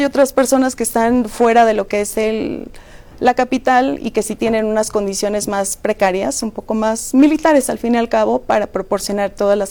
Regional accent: Irapuato, Guanajuato, Mexico; Y pues soy de Irapuato, Guanajuato, no muy lejos, pero mis padres son de una condición humilde.

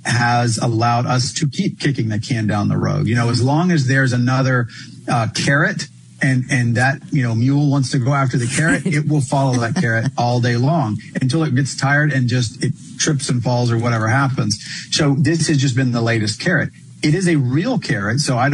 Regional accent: Texas, United States; I grew up in Central Texas, we would always travel out to New Mexico and drive through West Texas. This is back, you know, 80s, 90s.

